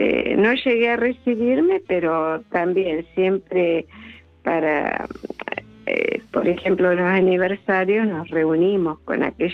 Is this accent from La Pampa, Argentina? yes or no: yes; Santa Rosa, La Pampa, Argentina; Sí, de Santa Rosa a La Pampa